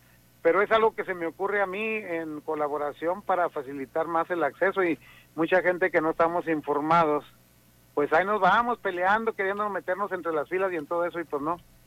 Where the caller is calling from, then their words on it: Nogales, Sonora, Mexico; tratar de apoyar la seguridad de mi pueblo de Nogales.